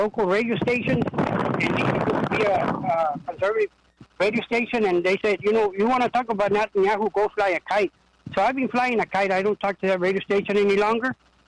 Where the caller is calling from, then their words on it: Texas, United States; where I'm from, in South Texas